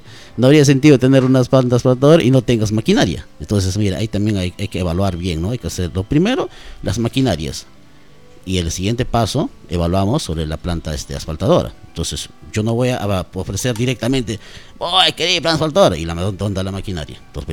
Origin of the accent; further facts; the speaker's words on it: Mazamari, Junín, Peru; también soy ciudadano masamarino